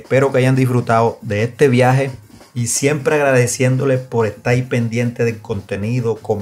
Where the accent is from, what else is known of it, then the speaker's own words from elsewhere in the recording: Palo Quemado, Sucre, Colombia; este pueblo tan bonito llamado Palo Quemado, de donde vengo yo y también de donde es oriundo el maestro